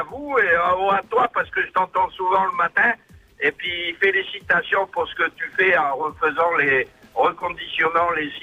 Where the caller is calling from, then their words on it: Nouméa, South Province, New Caledonia; Moi, je suis à Nouméa et au Mondon.